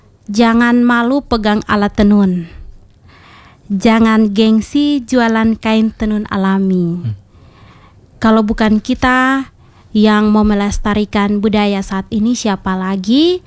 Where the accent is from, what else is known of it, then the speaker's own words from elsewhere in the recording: East Nusa Tenggara, Indonesia; kita ini orang TTS. Tanahnya memang kering.